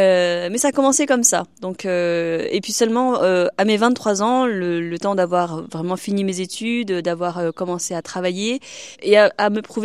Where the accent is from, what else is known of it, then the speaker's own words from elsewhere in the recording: Paris, Île-de-France, France; Alors au début de mon enfance, à Paris, j'ai surtout participé à la vie paroissiale d'une paroisse chinoise dans le 3e.